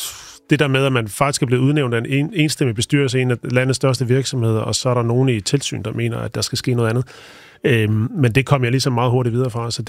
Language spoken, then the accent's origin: Danish; Odense, Region of Southern Denmark, Denmark; Jeg kommer ret nok fra Odense, ja.